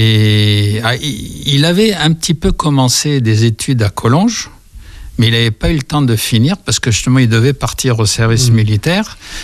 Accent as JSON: {"language": "French", "country": "Morocco", "tie": "born there", "said": "Et c'est là que je suis né au Maroc."}